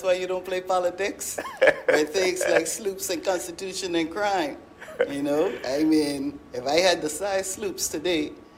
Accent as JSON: {"language": "English", "region": "South Caicos", "country": "Turks & Caicos Islands", "tie": "born or raised there", "also_born_or_lived": "Bahamas", "said": "Growing up in South Caicos was just absolutely awesome."}